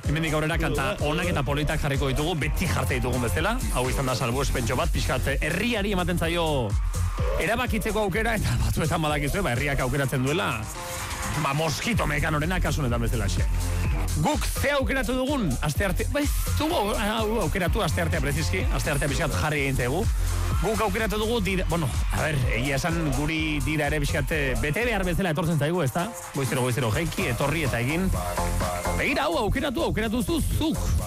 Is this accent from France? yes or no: no; Irura, Basque Country, Spain; born there; ni sortu nintzen herrian iruran ere jaiak dira